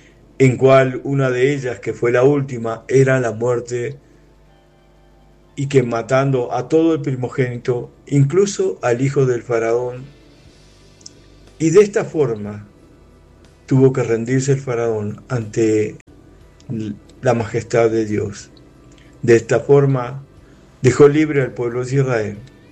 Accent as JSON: {"language": "Spanish", "country": "Argentina", "said": "soy de Argentina"}